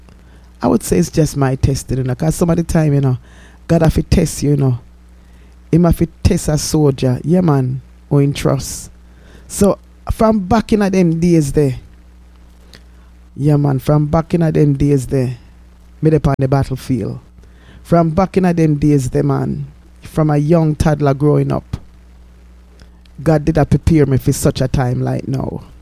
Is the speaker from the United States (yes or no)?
no; Jamaica; growing up in Jamaica